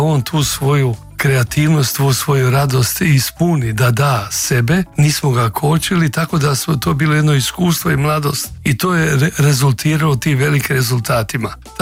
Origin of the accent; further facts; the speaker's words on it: Pula, Istria County, Croatia; now in Zagreb, Croatia; Inače, prvi kontakt moj u Zagrebu je bio baš sa Aleksandrom Petrovićem, koji je došao iz Šibenika. Ja sam došao iz Pule i on je bio u bolnici ovdje.